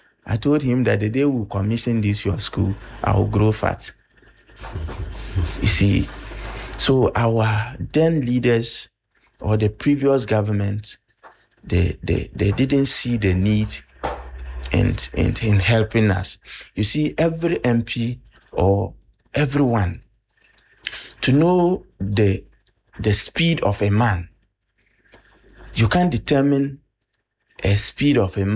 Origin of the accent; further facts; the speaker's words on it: North East Region, Ghana; I am from Northeast region.